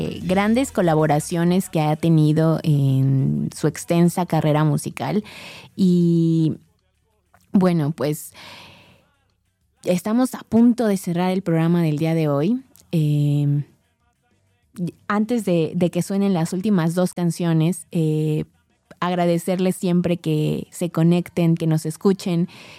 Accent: Mexico; como los mexicanos que somos

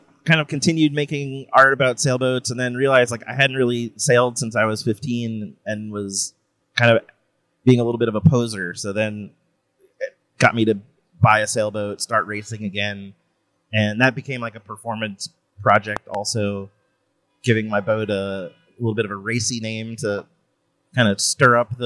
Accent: Miami, Florida, United States; I went to grad school in Los Angeles and would, like, introduce myself and say, hey, I'm from Miami.

